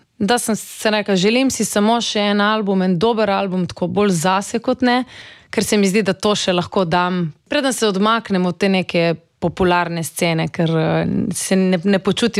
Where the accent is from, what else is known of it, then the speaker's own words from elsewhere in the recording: Slovenian Littoral, Slovenia; accent: Primorska / Koper coastal dialect; govorim primorsko in pokoprsko